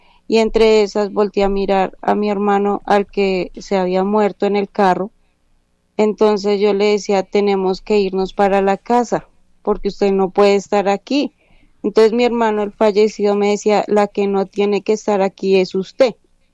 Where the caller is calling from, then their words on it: Cota, Cundinamarca, Colombia; Te hablo desde Cota.